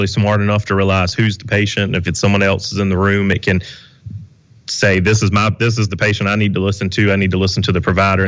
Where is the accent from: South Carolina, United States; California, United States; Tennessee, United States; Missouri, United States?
South Carolina, United States; Pinewood; And I'm actually from Pinewood, South Carolina.